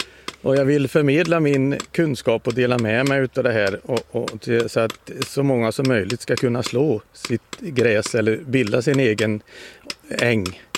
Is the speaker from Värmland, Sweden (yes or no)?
yes; Värmland, Sweden; also born or lived in Dalarna; now in Äppelbo, Sweden; och jag är egentligen värmlänning, men jag har bott 40 år i Dalarna. Och ränderna går väl inte riktigt ur, men jag bor i Äppelbo nu för tiden